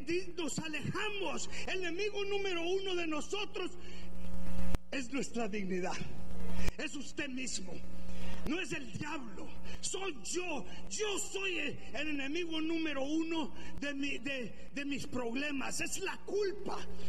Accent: Honduras; now in Dallas, United States; Si oye una palabra hondureña, es porque ya sabe usted, soy de Honduras.

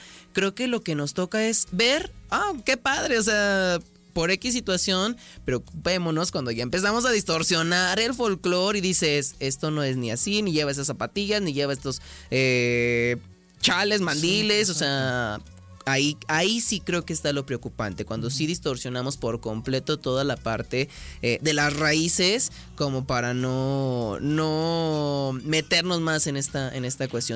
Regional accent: Mexico; quienes somos mexicanos

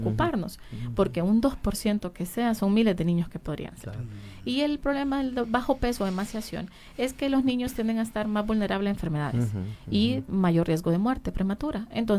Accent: Honduras; y como hondureños ni la fortalecemos ni la estamos protegiendo

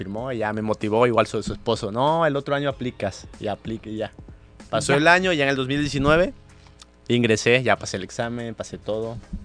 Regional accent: Coyuca de Benítez, Guerrero, Mexico; moved away as an adult; also born or lived in Acapulco, Mexico; now in Quintana Roo, Mexico; yo pues soy de Coyuca y de Acapulco.

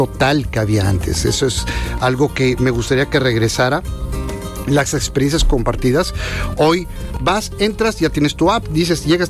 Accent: Ciudad Valles, San Luis Potosí, Mexico; moved away; yo vengo de Pueblo Chico, Valles, San Luis Potosí

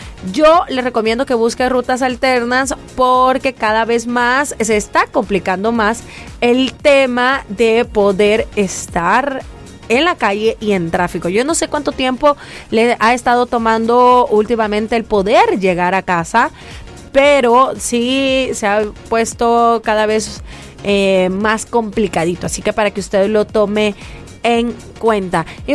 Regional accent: El Salvador; como salvadoreños lo hacemos.

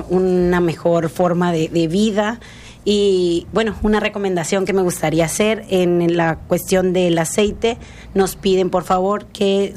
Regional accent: Tabasco, Mexico; nuestro pueblo tabasqueño

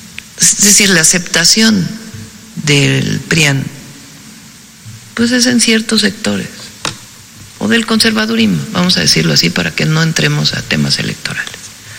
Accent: Mexico; Somos mexicanos. Soy mexicana. Soy mexicano.

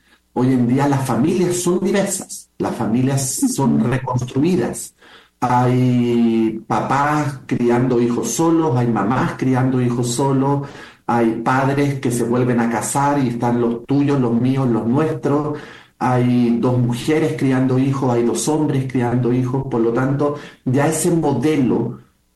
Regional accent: Chile; also born or lived in Mexico / New York / Puerto Rico / Miami; now in Barcelona, Spain; A ver, soy un escritor chileno que ha vivido en muchos países. Viví muchos años en México, muchos años de México. Después me fui a vivir a Nueva York, de Nueva York me fui a vivir a Puerto Rico

